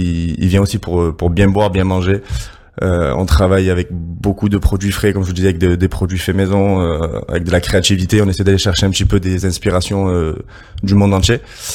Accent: Marseille, Provence-Alpes-Côte d'Azur, France; je suis marseillais avant tout, donc on sera français.

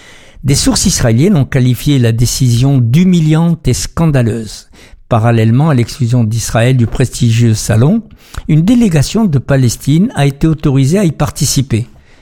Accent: France; nous sommes français, européens

